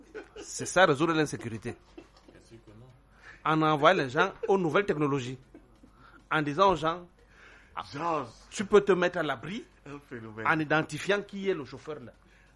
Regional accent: Cameroon; Chez nous, au Cameroun, il y a un endroit où on attend le taxi.

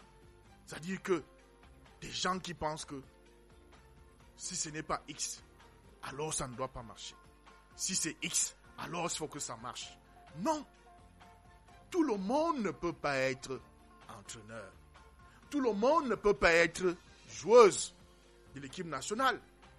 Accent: Cameroon

